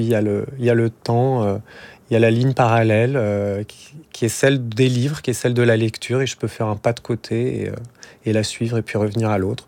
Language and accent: French; Paris, Île-de-France, France; born there; Je suis né à Paris, mais on est vite allé habiter à la campagne quand j'étais petit.